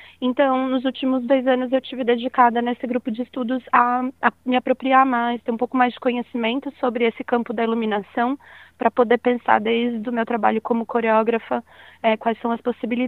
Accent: São Paulo, Brazil; o contexto de onde eu venho, em São Paulo, né?

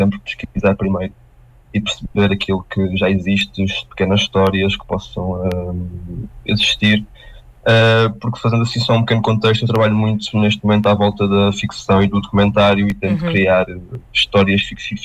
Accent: southern Portugal, Portugal; Eu, como não sou de Braga, sou originário da parte mais do sul do país.

